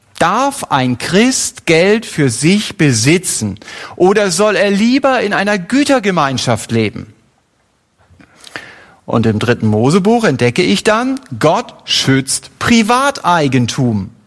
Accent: Germany; Wir als Deutsche haben die Kultur der Oberlehrer

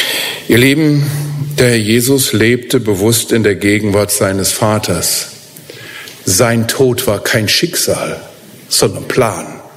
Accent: Steinbach, Germany; als ich in Steinbach in meinem Heimatort jemanden beerdigen musste

